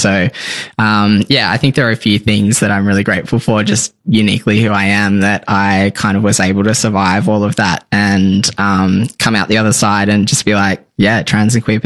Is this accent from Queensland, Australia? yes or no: no; Tamworth, New South Wales, Australia; born or raised there